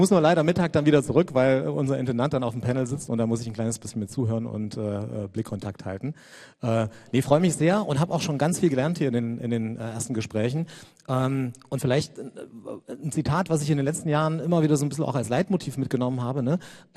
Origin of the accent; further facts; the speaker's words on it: Saxony, Germany; Ich war 12, als die Mauer fiel. Ich komme aus der Nähe von Chemnitz